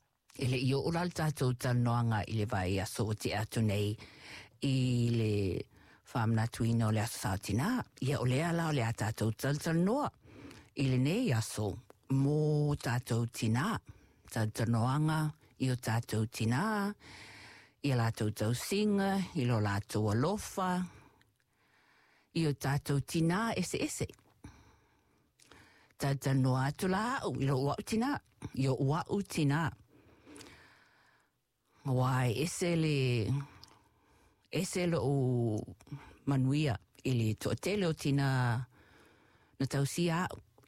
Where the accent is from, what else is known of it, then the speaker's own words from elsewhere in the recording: Samoa; When I was growing up in Samoa